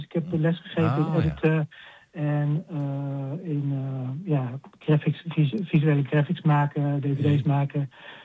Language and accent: Dutch; Sint-Michielsgestel, North Brabant, Netherlands; born there; Ik ben geboren in Sint-Michiels-Gestel in Brabant. Maar daar woonden mijn ouders toen.